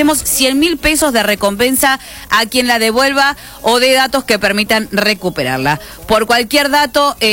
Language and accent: Spanish; Luque, Córdoba, Argentina; soy de Luque, Córdoba